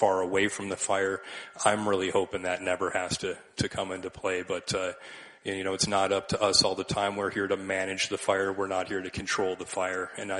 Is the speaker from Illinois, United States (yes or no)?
yes; Illinois, United States; also born or lived in Alaska; Although I'm from Alaska, I just wanted to share with y'all, I did grow up in northern Illinois.